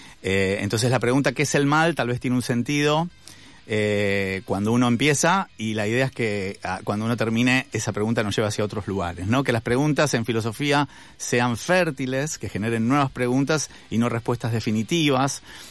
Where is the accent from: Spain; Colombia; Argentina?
Argentina